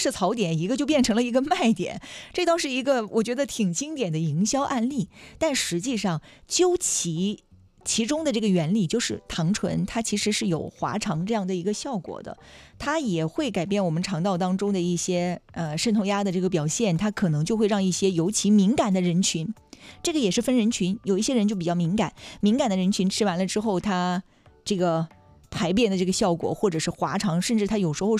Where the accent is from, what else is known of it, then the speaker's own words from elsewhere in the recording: China; 我们中国人